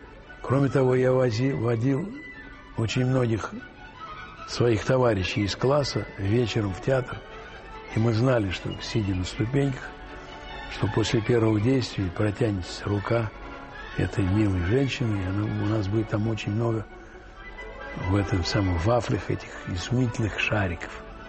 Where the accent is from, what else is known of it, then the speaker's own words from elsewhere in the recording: Moscow, Russia; ной москвич. Родился я на Матросской Тишине, но тоже напротив психиатрической больницы, тюрьмы, рынка.